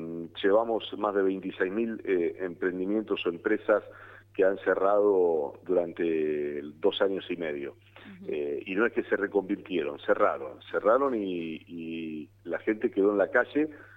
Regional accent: Argentina

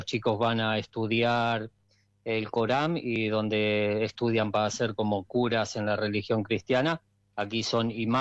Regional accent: Buenos Aires, Argentina; Madrid porque soy del barrio de Devoto.

